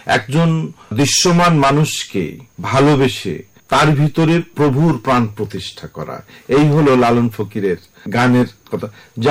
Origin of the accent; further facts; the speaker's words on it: Philipnagar, Khulna Division, Bangladesh; also born or lived in India; জন্মটা তো সেই 1952 সালে 13 ডিসেম্বর কুষ্টিয়া জেলার অন্তর্গত একেবারে প্রত্যন্ত অঞ্চল দৌলতপুর থানার ফিলিপনগর গ্রামে।